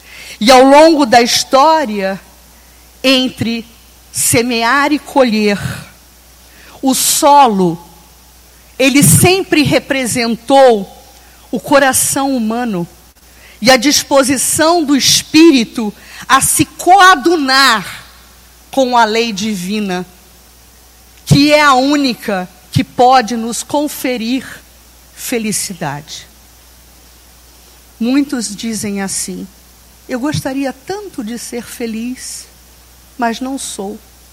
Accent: Brazil; E somos brasileiros e somos espíritas.

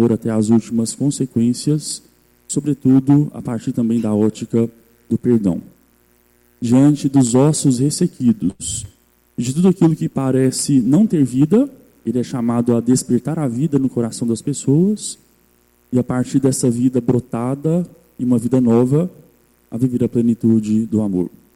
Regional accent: Carmo do Cajuru, Minas Gerais, Brazil; Lá em Carmo do Cajuru, a minha terra natal, o lugar que me gerou

